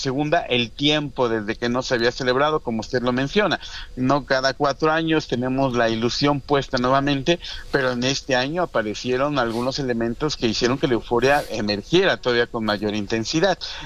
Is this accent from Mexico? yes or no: yes; Mexico; sentiremos un confort de todos nosotros como mexicanos.